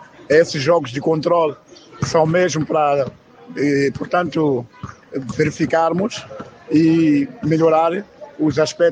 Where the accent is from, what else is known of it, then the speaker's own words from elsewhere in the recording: Tete, Mozambique; eu sou de Tete, eu gosto de ver Tete na Liga Mozal.